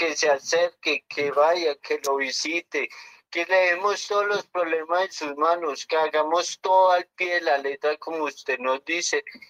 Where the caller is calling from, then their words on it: Bogotá, Colombia; De Bosa Palestina, profesor.